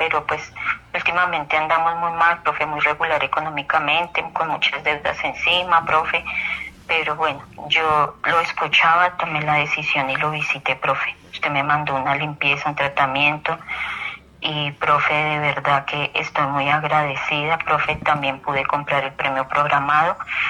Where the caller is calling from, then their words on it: Granada, Antioquia, Colombia; Le estoy marcando acá desde una vereda de Granada, en Antioquia.